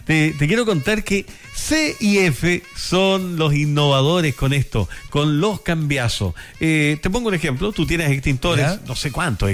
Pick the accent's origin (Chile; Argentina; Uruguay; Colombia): Chile; yo soy chileno, por chileno